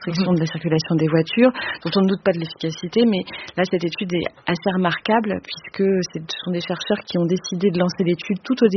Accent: Grenoble, Auvergne-Rhône-Alpes, France; Moi, en tant que grenobloise, j'ai pu faire le lien finalement avec les études ici qu'on voit.

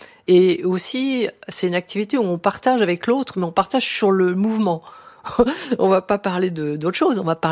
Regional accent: Fontainebleau, Île-de-France, France; Je me souviens, quand j'étais gamine à Fontainebleau, je pense que c'est ça qui me plaisait

